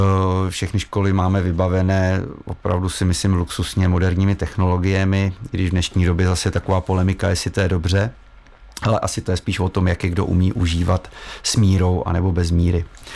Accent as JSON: {"language": "Czech", "town": "Hrádek nad Nisou", "region": "Liberec Region", "country": "Czechia", "tie": "born or raised there", "also_born_or_lived": "Frýdlant v Čechách", "said": "po narození bydlel ve Frýdlantě v Čechách, protože tatínek opravoval v Hrádku dům nebo přestavoval, takže ale dá se tvrdit, že jsem rodilý Hrádečák, protože své působení ve Frýdlantě si rozhodně nepamatuji"}